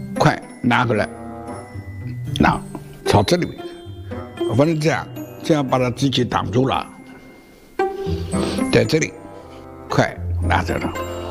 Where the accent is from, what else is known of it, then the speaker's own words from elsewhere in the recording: Huzhou, Zhejiang, China; 我们湖州的土话